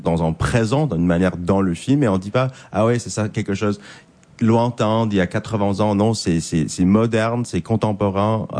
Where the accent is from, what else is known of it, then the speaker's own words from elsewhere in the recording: Canada; now in France; Je suis canadien, mais avec un titre de séjour français. Et je lis les quotidiens, je vis ma vie en France